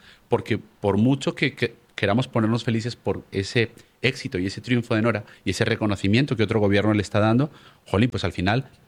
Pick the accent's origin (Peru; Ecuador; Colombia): Colombia; moved away as an adult; now in Spain